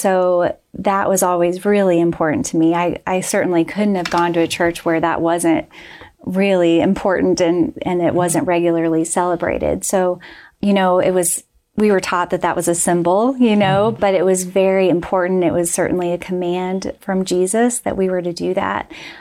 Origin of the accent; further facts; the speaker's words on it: Springfield, Missouri, United States; So, so I grew up in Springfield, Missouri. We went to the Church of Christ my entire childhood, never went to any other church.